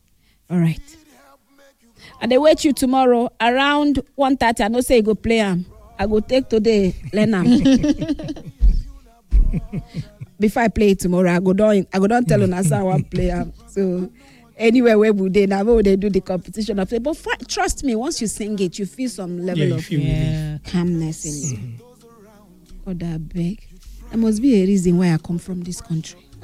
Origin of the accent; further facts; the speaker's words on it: Nigeria; yes, I'm a Nigerian.